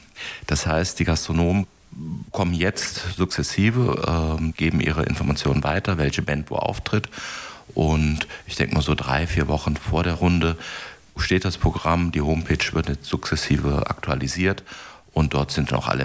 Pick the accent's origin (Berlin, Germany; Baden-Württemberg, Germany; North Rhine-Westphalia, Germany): North Rhine-Westphalia, Germany; Neuss; Neuss ist meine Heimatstadt.